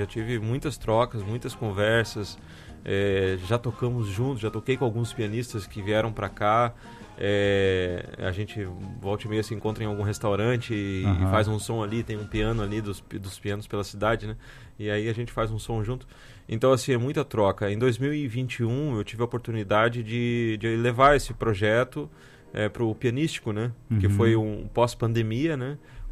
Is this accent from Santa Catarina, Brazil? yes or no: yes; Santa Catarina, Brazil; a cidade onde eu nasci, a Baía da Babitonga, um lugar onde eu vivi muito tempo, a minha infância, adolescência, com meu pai, pescando, enfim, pesquei muito tempo lá.